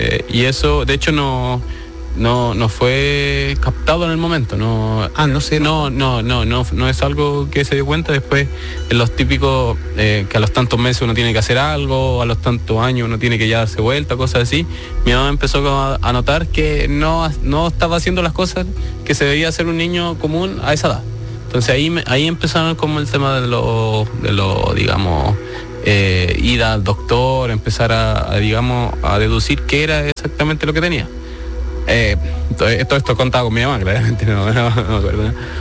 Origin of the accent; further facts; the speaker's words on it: Rengo, O'Higgins, Chile; Yo nací en 97, sí, yo estoy en Rengo, soy originario, oriundo de Rengo, la sexta región.